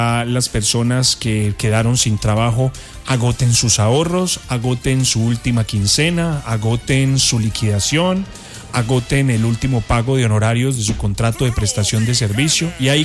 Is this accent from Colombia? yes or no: yes; Pereira, Risaralda, Colombia; eso es lo que somos los pereiranos